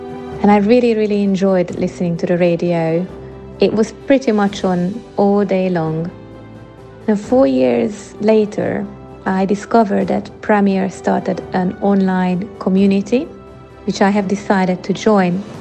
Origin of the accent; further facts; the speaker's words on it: Hungary; now in United Kingdom; I grew up in Hungary, and church there is very different than the one we have here in the UK.